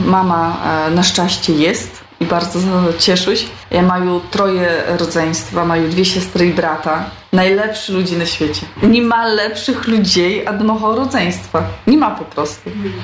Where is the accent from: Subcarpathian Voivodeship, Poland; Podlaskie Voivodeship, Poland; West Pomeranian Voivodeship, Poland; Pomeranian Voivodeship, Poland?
Podlaskie Voivodeship, Poland; Nowa Wola; A ja sama pochodzę z takiej bardzo malutkiej miejscowości, Nowa Wola, to jest gmina Michałowo. Bardzo fajne miejsce, bardzo хорошее miejsce. Ja tam żyła u chaci z moim rodzeństwem, z rodzicami, z dziadkami